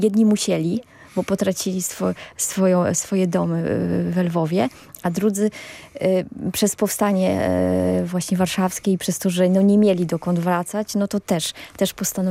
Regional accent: Paczków, Opole Voivodeship, Poland; Urodziłam się w Paczkowie. To jest takie miasteczko średniowieczne. Ono zachowało swoją strukturę. Ma średniowieczne mury obronne. Jest otoczone, stare miasteczko jest otoczone tymi murami. Są kamieniczki

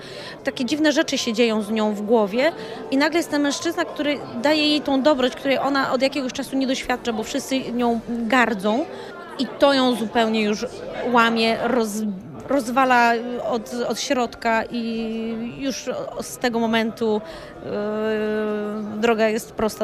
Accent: Lesser Poland, Poland; ja jestem dziewczyną z Podhala.

